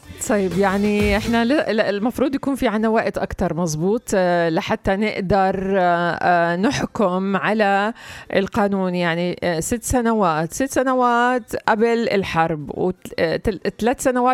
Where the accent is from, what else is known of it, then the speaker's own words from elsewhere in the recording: Palestine; احنا عنا كفلسطينيين بدنا شوية هدوء شوية استقرار